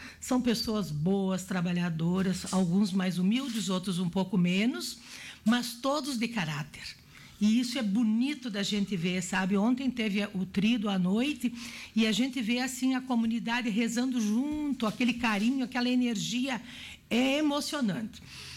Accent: Passo Fundo, Rio Grande do Sul, Brazil; Eu sou oriunda de Passo Fundo.

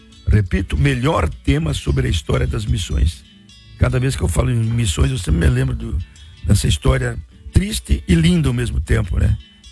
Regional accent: Ijuí, Rio Grande do Sul, Brazil; moved away; da minha cidade natal.

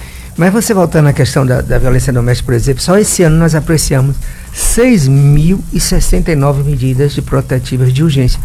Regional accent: Bahia, Brazil; moved away; em Santenei, na minha terra.

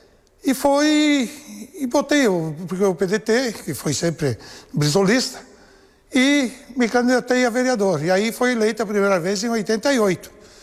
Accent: Caxias do Sul, Rio Grande do Sul, Brazil; now in Carlos Barbosa, Brazil; sou natural de Caxias do Sul, vim para Carlos Barbosa antes de ser município, com a idade de 11 anos de idade.

